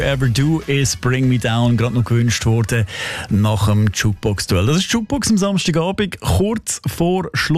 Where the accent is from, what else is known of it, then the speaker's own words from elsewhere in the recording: Switzerland; Das ist also mein Ecke, wo ich herkomme.